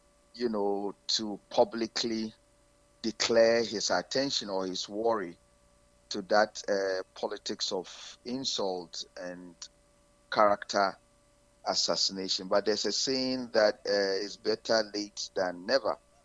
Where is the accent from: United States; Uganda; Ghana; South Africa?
Ghana; As a Ghanaian, someone who is proud to say that I'm very well brought by my parents, like many other Ghanaians